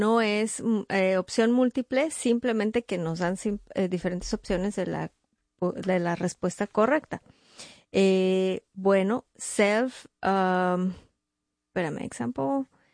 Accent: Mexico; now in New York, United States; yo hablo de México porque es pues donde yo vengo

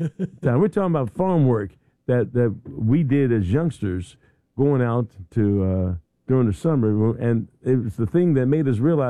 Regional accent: Philadelphia, Pennsylvania, United States; Now, I tell you, I'm from Philadelphia. And we'd go to Jersey, you know, to a farm out in Jersey.

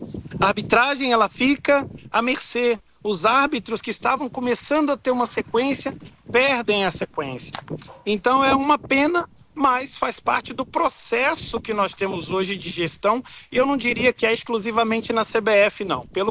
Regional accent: Brazil; born there; moved away as an adult; also born or lived in United States; Eu me mudei dos Estados Unidos para o Brasil, voltei para o meu país, né? Meu país natal, a minha nação, meu país que eu amo, mas eu estava nos Estados Unidos a trabalho. Estava 8 anos já.

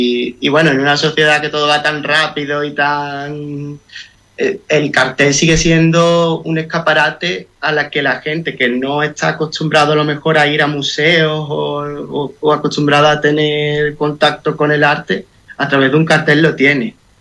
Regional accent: Andalusia, Spain; siendo sevillano

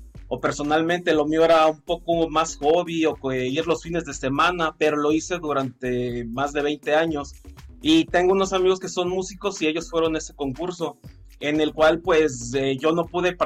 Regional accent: Chiapas, Mexico; toco la guitarra y soy del estado de Chiapas.

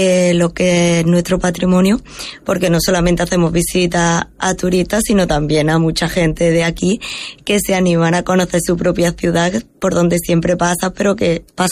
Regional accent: Antequera, Andalusia, Spain; mi proyecto en Antequera lleva ya 6 años y medio funcionando. Estoy muy contenta. Con 24 años decidí emprender en mi ciudad natal

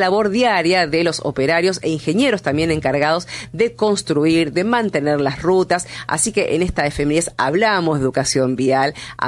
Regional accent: Argentina; cómo somos los argentinos en los caminos

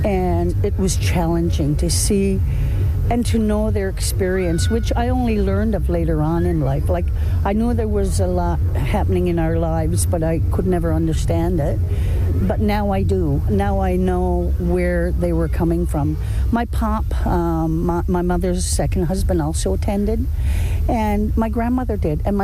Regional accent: Makkovik, Newfoundland and Labrador, Canada; now in Goose Bay, Canada; I'm originally from Mokovic. I've been living in Goose Bay for too many years, and I'm a residential school survivor.

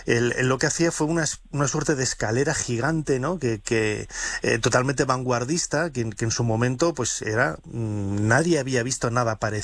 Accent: León, Castile and León, Spain; born there; also born or lived in Valladolid; now in Madrid, Spain; Yo nací en León, estudié en Valladolid y he acabado en Madrid.

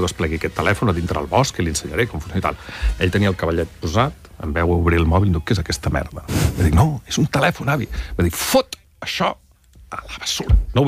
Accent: Barcelona, Catalonia, Spain; also born or lived in Figueres / Agullana; Jo sóc fill de Barcelona. Per raons accidentals, els meus pares venen a viure a Barcelona, però pujo a Figueres amb les festes senyalades, les vacances d'estiu, això sí.

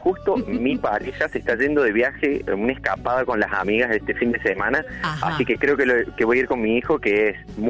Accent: Córdoba, Argentina; Sí, de Córdoba.

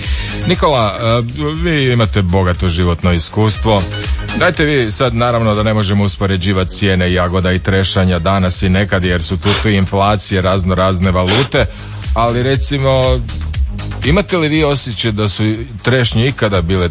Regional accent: Hrvatsko Zagorje, Croatia; Ja sam iz Zagorja

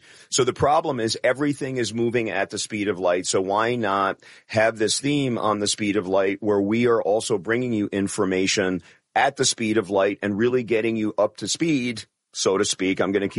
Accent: New York, United States; I'm a kid from the Bronx.

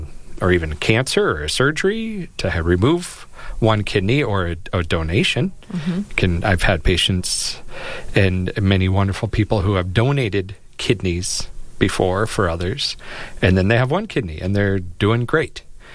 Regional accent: South Dakota, United States; I've been in Brookings over 13 years now. I'm born and raised in South Dakota

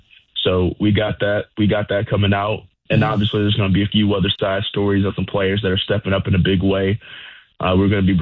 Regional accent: Alabama, United States; moved away; And obviously I'm from Alabama. I can take a little bit of heat. I like warm weather.

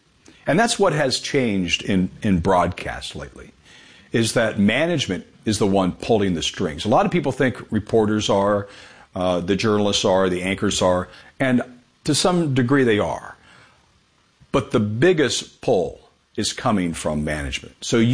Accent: Los Angeles, California, United States; This is the … Show on Newsweek and the Salem News Channel. … from Los Angeles.

